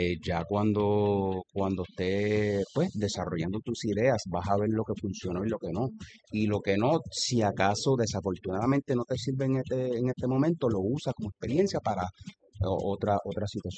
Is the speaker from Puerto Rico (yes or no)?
yes; Ponce, Puerto Rico; yo soy de Ponce.